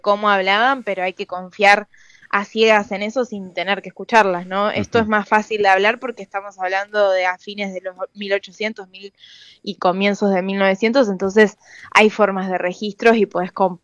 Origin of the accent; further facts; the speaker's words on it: Río de la Plata, Argentina; accent: Rioplatense; hoy en día también sonamos muy distinto a esos argentinos rioplatenses en la zona del puerto, que quizás era más parecido al italiano.